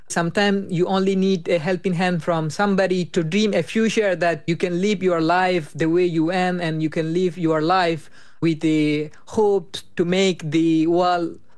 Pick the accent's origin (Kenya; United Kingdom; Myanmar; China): Myanmar; now in United States; so I don't have a citizenship, still I am from Burma, and in my immigration status, it's recorded that I am from Burma